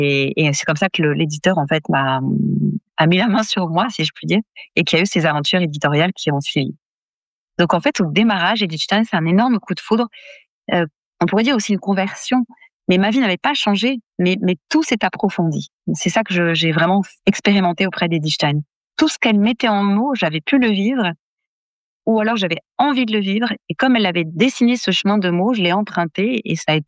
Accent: France; Et il n'est pas rare, en tout cas chez nous en France, que quand on fait de la recherche, on soit sollicité ensuite pour en faire part aux autres

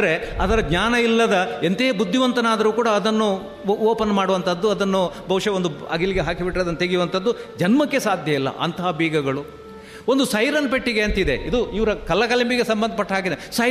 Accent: Karnataka, India

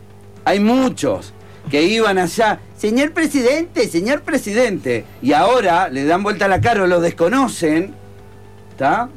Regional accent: Uruguay

